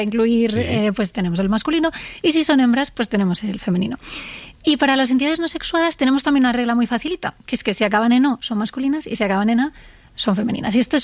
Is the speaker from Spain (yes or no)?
yes; Madrid, Community of Madrid, Spain; Yo soy más de Madrid que el lugar de Madrid.